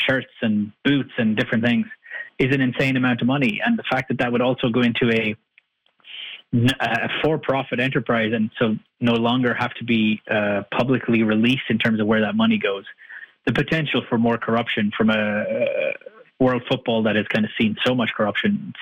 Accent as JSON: {"language": "English", "country": "Ireland", "said": "me as an Irishman"}